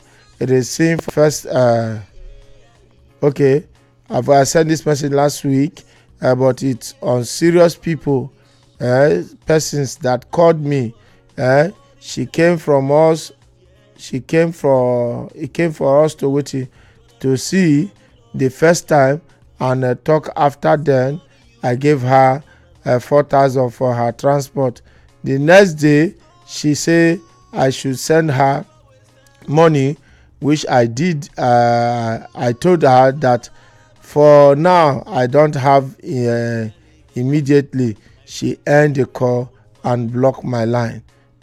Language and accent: English; Akwa Ibom, Nigeria; from Akwa Ibom State. Currently based in River State, I am 28 years old, short in height, brown skin